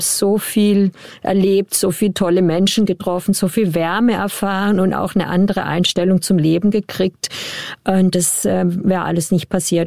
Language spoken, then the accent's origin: German; eastern Congo, DR Congo; also der Krieg und alles ist mehr bei uns im Osten, aber selbst da ist das Gebiet noch riesig